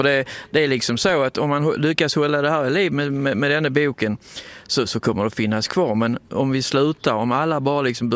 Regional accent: Skåne, Sweden; accent: Skåne dialect; vi måste anpassa vår dialekt till folk som kommer hit. Men sen när vi åker härifrån så måste vi anpassa vår dialekt dit vi kommer.

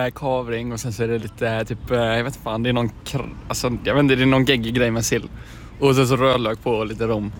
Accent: Skåne, Sweden; jag kommer från Skåne, det kanske kommer därifrån.

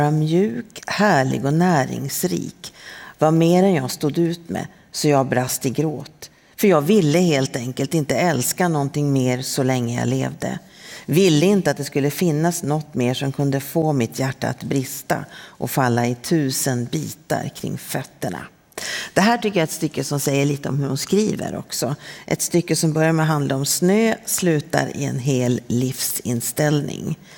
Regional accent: Norrbotten County, Sweden; Som gammal norrbottning läste jag med extra stor nyfikenhet partiet i boken som handlar om Lucys första erfarenhet av snö.

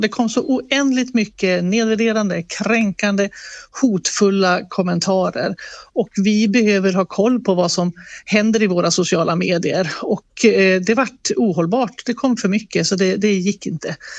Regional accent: Västerbotten County, Sweden; born there; accent: Västerbotten; now in Nässjö, Sweden; Även jag har en brytning när jag pratar i Nässjö för jag har västerbottniskt ursprung.

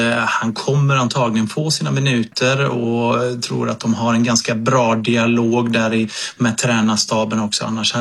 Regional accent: Sweden; Som svensk

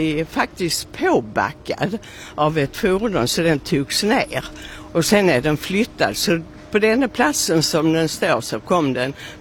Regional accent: Malmö, Skåne, Sweden; Som gammal malmöbo så får man lite, och är det Kaninen som sitter där?

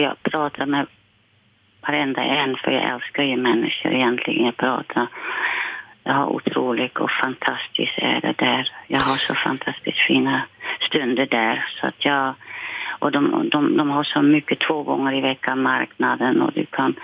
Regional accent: Silvolde, Gelderland, Netherlands; Och jag var från Silvolde så att jag hade tre männing med mig.

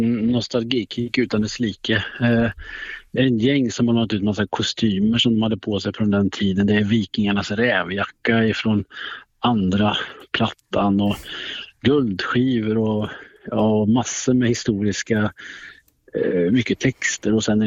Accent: Skara, Västra Götaland County, Sweden; Jag är uppvuxen i Skara och det vet ju vem som kommer därifrån.

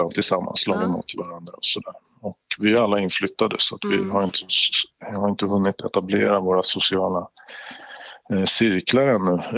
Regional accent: Stockholm, Stockholm County, Sweden; moved away; Innan jag flyttade så tänkte jag att jag skulle bli lite illa sedd för att jag kommer från Stockholm.

